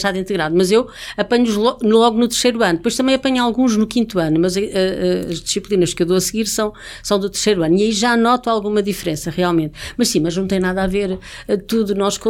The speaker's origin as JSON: {"language": "Portuguese", "town": "Pombal", "region": "Centro", "country": "Portugal", "tie": "born or raised there", "moved": "yes", "said": "minha terra, que sou de Pombal"}